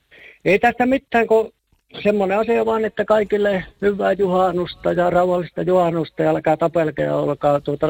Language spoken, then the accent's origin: Finnish; Lapland, Finland; now in Karungi, Sweden; Pekanpä on minun kotipaikka.